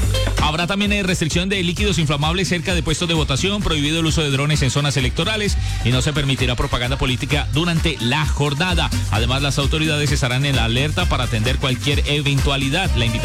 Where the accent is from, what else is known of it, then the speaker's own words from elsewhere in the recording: Colombia; nosotros como colombianos